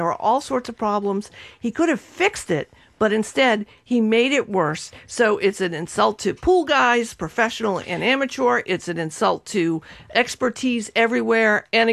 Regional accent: Revere, Massachusetts, United States; But then I was reminded of growing up in Revere, and because we were next to the train tracks

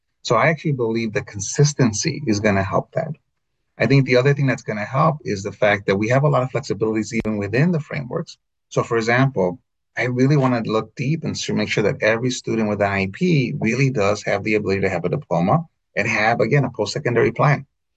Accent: Illinois, United States; I was in Texas, I was in Nevada, I was in my home state of Illinois.

